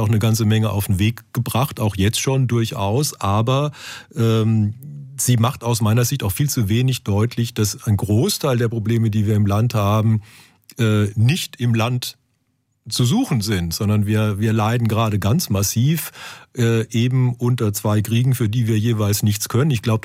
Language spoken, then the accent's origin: German; Wiesloch, Baden-Württemberg, Germany; moved away; Weil ich bin ja in Wiesloch aufgewachsen.